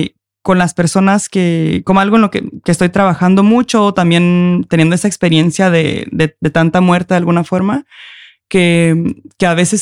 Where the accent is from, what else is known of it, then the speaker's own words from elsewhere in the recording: Norway; pero aquí yo soy noruega, yo tengo pasaporte noruego, no hay casi nadie que se ve como yo